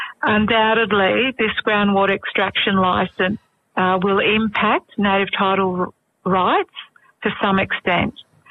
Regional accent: Northern Territory, Australia; I'm from the Northern Territory. … from Southwest Katherine. So Northern Territory woman

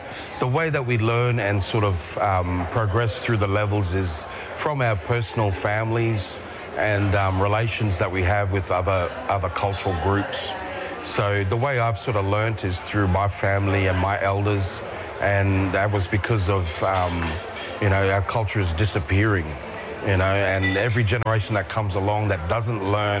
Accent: Queensland, Australia; I'm from Torres Strait, Cape York. My connection to country is the Kulkalgal of Central Torres Strait and the Ankamuti Seven Rivers

